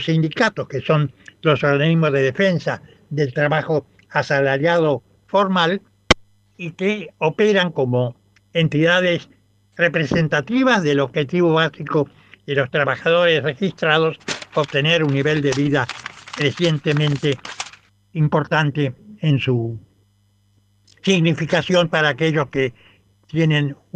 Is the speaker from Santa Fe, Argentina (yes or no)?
yes; Rosario, Santa Fe, Argentina; now in Buenos Aires, Argentina; mi ciudad natal